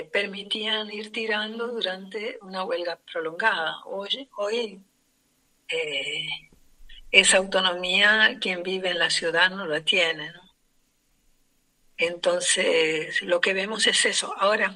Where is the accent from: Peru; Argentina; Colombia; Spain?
Argentina; born there; nací en Argentina y mi familia era de trabajadores de fábrica, obrero, la gran mayoría.